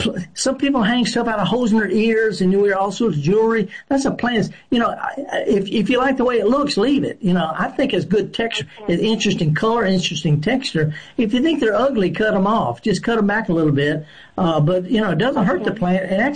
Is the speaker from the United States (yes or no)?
yes; Mississippi, United States; If you're in Mississippi in the summertime, I'm from the Delta